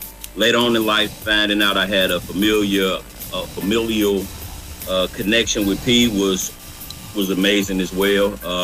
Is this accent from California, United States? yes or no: no; Chicago, Illinois, United States; I'm not from the West Side. I'm from the South Side myself